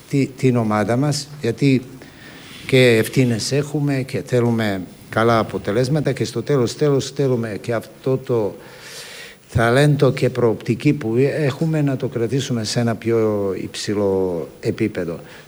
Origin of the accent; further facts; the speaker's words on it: Greece; Να σου πω, νομίζω ότι σαν Έλληνες πολλές φορές υπερβάλλουμε σε πολλά πράγματα.